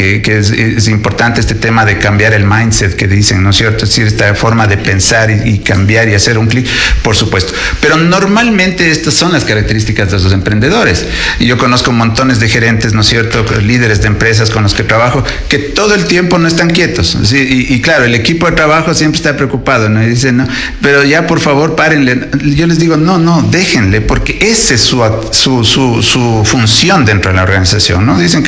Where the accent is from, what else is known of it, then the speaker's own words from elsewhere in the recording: Ecuador; los ecuatorianos